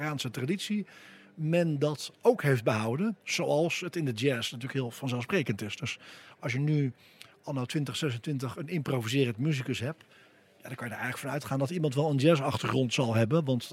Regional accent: Netherlands

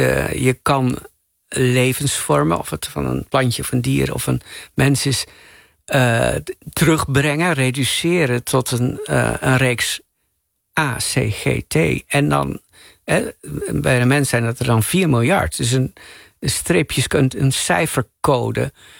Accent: Drenthe, Netherlands; Dus waar kom je vandaan? Wat is je, uit welk grondsop? En dat is voor mij Drenthe.

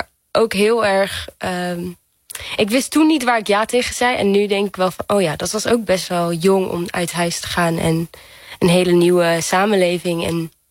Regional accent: Portugal; Maar ik heb 2 Nederlandse ouders. Maar ik ben geboren echt getogen in Portugal. En daar heb ik eigenlijk mijn hele leven opgegroeid.

